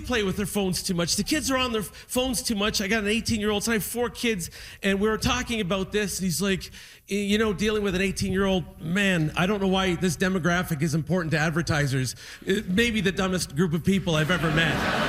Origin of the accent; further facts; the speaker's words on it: Niagara-on-the-Lake, Ontario, Canada; Thank you, Niagara-on-the-Lake, my hometown.